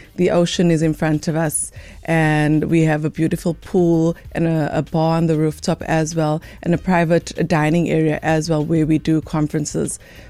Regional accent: South Africa; As a family, we've always noted that we are not just South African, we're proudly African

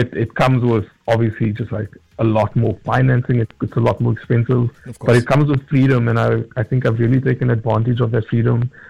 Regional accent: South Africa

